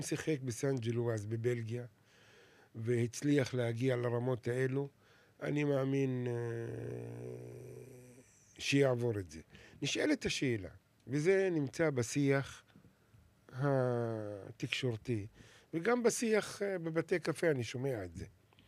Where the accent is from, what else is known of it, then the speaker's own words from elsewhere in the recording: Kafr Qasim, Central District, Israel; אצלנו בכפר קאסם